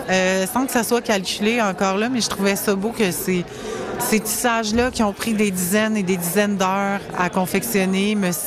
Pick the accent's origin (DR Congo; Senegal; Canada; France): Canada; Quebec City, Quebec; je suis originaire de la ville de Québec.